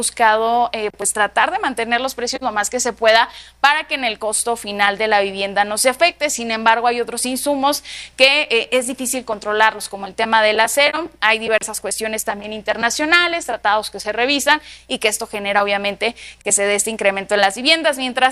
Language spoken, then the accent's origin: Spanish; Mexico; nosotros como mexicanos